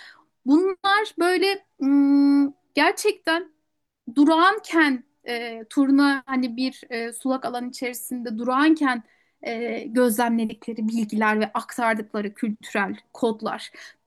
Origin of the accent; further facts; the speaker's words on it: Muğla, Turkey; Şimdi ben Muğla'lıyım ve şu ana kadar orada turna olduğunu hiç duymadım.